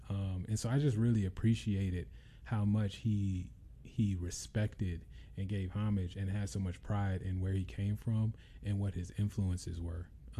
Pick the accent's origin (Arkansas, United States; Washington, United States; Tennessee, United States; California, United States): Tennessee, United States; Memphis; yeah, I'm from Memphis.